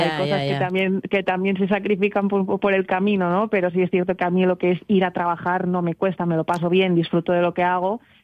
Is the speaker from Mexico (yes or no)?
no; Grado, Asturias, Spain; yo me cogí un avión para venir a las fiestas de Grau, que yo soy de Grau